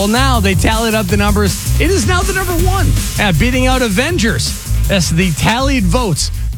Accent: Fairborn, Ohio, United States; Awaiting your favorite song in my hometown of Fairborn.

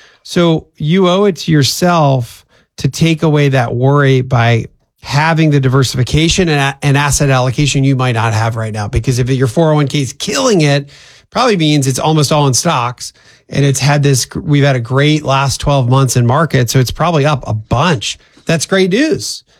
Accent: Pennsylvania, United States; I'm from Pennsylvania, and there's a phrase that was very often said growing up, and this is more of a, for some reason, I think of this as a Pennsylvania thing.

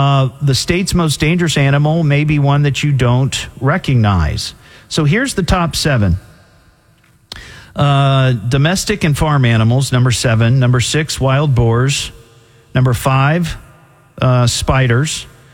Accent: Beavercreek, Ohio, United States; I appreciate that. That's my hometown.

